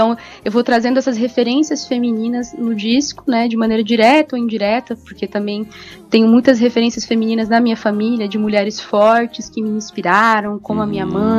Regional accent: Brazil; nós brasileiros, né, muitas vezes a gente tem dificuldade de se reconhecer enquanto latino, talvez por conta dessa barreira linguística, né, pelo fato de a gente não falar espanhol.

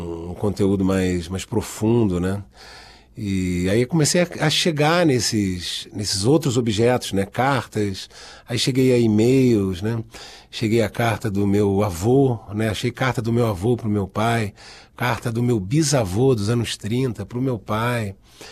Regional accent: Rio de Janeiro, Brazil; born there; Porque eu nasci no Rio de Janeiro.

